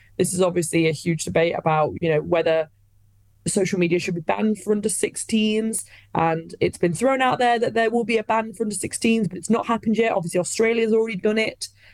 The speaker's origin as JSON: {"language": "English", "country": "United Kingdom"}